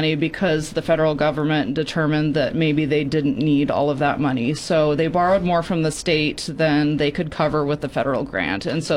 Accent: Arizona, United States; I grew up in Arizona

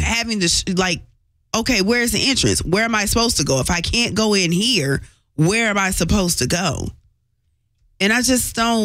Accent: Winston-Salem, North Carolina, United States; because I'm from Winston

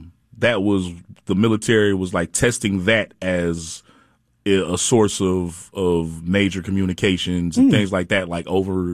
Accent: Cincinnati, Ohio, United States; born there; If you meet people from Cincinnati outside of Cincinnati, there's a 99% chance whatever you meet us as is not what our mama's named us.

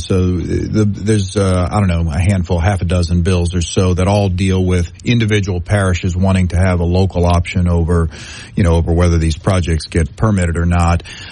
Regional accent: Metairie, Louisiana, United States; Well, look, she is from my hometown area, the Metairie area.

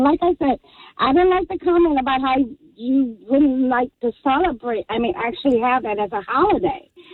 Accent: Texas, United States; now in Philadelphia, United States; I'm from, I live in Philadelphia, but I was born and raised in Texas.

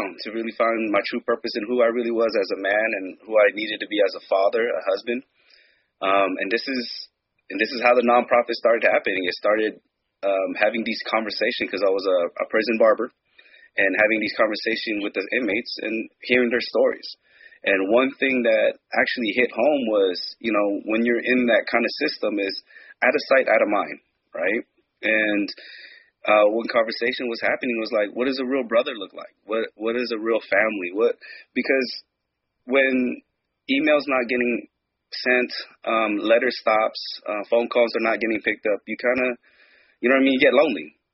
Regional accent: Long Beach, California, United States; Throughout my years, I was a product of my environment, growing up in California, Long Beach, California.

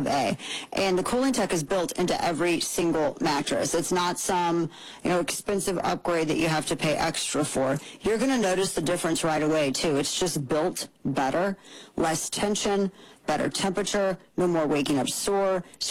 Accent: Missouri, United States; We got involved in that race because that's my home state.

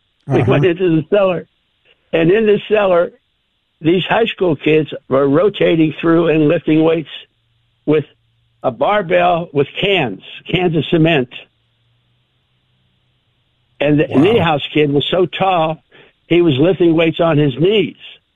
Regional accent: Pennsylvania, United States; I grew up in Western Pennsylvania

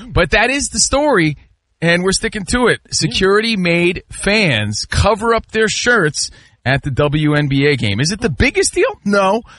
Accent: Union, New Jersey, United States; I grew up in Union.

